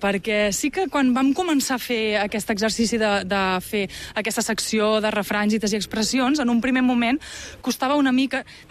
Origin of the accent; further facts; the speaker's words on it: Arenys de Mar, Catalonia, Spain; jo vinc d'Arenys de Mar, que és terra de puntes de coixí, sí